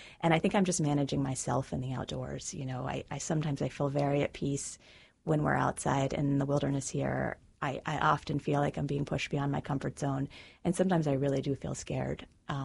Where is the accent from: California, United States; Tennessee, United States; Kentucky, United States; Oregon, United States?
Kentucky, United States; But Luke, I should back up and say that I'm from Kentucky.